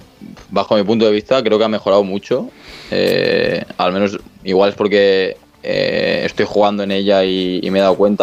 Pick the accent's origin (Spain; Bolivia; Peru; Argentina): Spain; por la edad y porque somos muchos españoles.